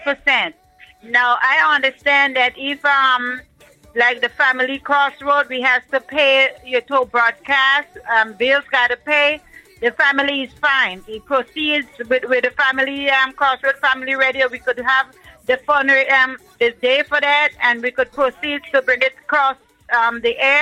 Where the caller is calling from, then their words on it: Miami, Florida, United States; I'm calling from Miami, Florida.